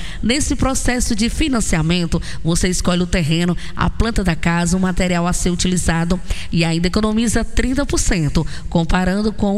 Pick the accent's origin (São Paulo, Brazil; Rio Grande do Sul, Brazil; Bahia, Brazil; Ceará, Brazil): Ceará, Brazil; Jerutaba; Sou de Jerutaba, sou do Ceará. Sabe aquela cidade lá no pé da serra?